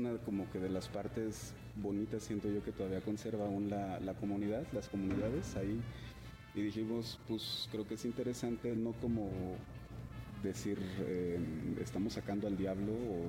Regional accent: Tanaquillo, Michoacán, Mexico; la comunidad de Urén, que es de donde somos, de Tanaquillo

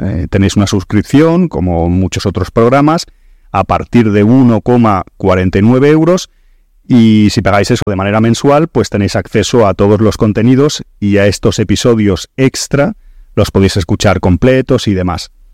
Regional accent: Barcelona, Catalonia, Spain; yo vengo de Barcelona con mucha humedad y todo eso, y aunque estoy viviendo entre Barcelona con la familia un poco... Pues entre dos tierras estoy en mi nueva casa

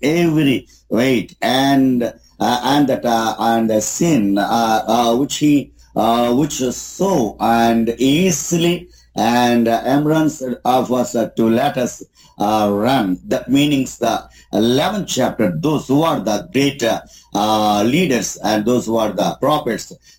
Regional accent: India; So I'm from India.

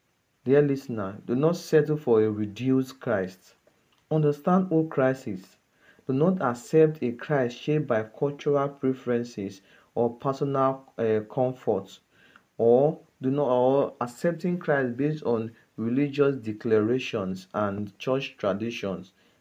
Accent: Okada, Edo, Nigeria; from Okada Town, Nigeria.

